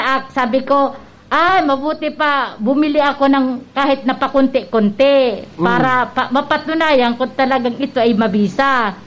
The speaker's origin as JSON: {"language": "Tagalog", "town": "Bulan", "region": "Bicol Region", "country": "Philippines", "said": "Taga Zone 8, Bulan Sorsogon."}